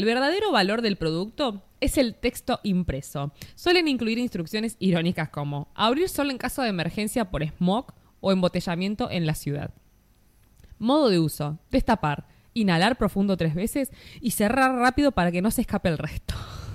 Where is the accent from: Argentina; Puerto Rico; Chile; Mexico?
Argentina; lo que somos nosotros como argentinos